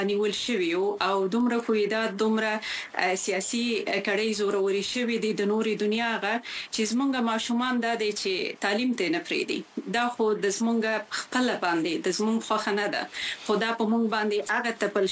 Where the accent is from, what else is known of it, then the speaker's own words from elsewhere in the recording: Khyber Pakhtunkhwa, Pakistan; moved away as an adult; زما ځواني په پښتونخوا کې وه او دغه دوه کاله شوي چې راغلی یم